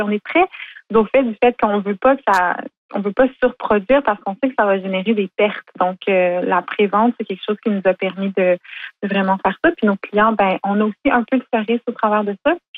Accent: Baie-des-Sources, Quebec, Canada; Oui, parce que moi, je suis native de Baie-des-Sources.

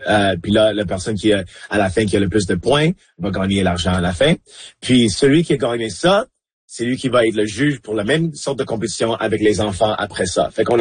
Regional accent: Montreal, Quebec, Canada; now in Winnipeg, Canada; Je suis né, j'ai grandi à Montréal, à La Salle, au sud de l'île. J'habitais là jusqu'à l'année 2006, quand j'ai déménagé ici à Winnipeg en 2006 avec mon père.

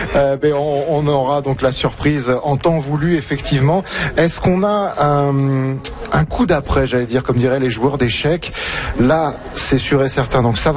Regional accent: France; moved away as an adult; now in Canada; Moi, je suis français

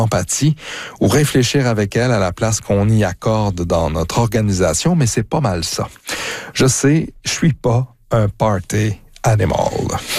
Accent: Quebec, Canada; Faut dire que j'ai grandi dans le Québec des années 80

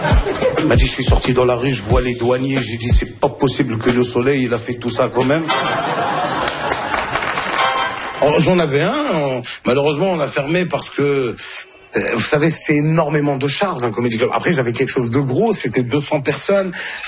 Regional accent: Morocco; Nous on vient du Maroc à la base.

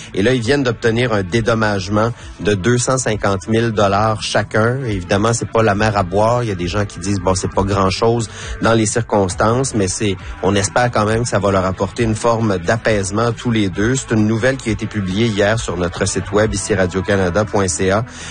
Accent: Canada; chez nous au Canada

